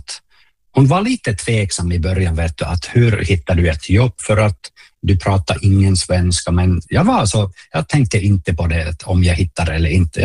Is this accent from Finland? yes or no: yes; Oulunsalo, North Ostrobothnia, Finland; Swedish is a second language; jag är uppvuxen i Oulunsalo, helt finskspråkig området.